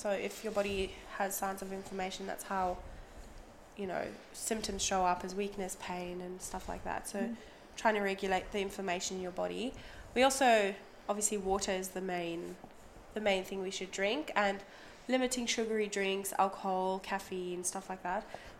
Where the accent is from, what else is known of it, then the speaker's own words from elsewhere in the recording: South Africa; moved away as an adult; I was actually caught in South Africa. So I'm South African.